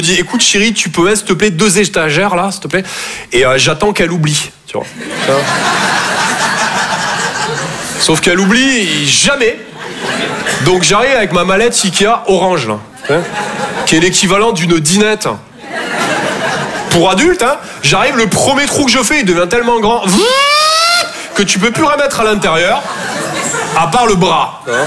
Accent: Toulouse, Occitanie, France; Je viens de Toulouse, à la base. Ouais, ça s'entend un peu. Ouais. Bah, mon accent, c'est vraiment comme mon sexe.

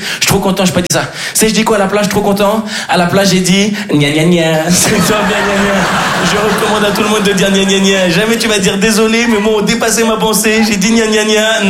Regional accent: Switzerland; now in France; Je suis pas parisien, je suis pas français, moi en réalité je suis suisse.

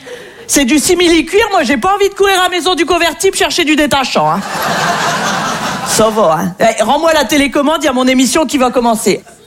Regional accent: northern France, France

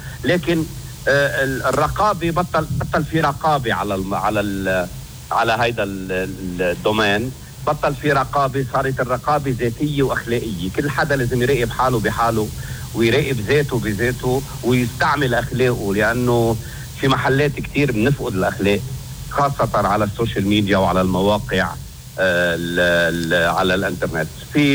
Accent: Lebanon; مجتمعنا اللبناني وأخلاقنا وحياتنا وتقاليدنا وعاداتنا ومفهومنا للحياة كلبنانيين. اللبناني هو شخص مميز.

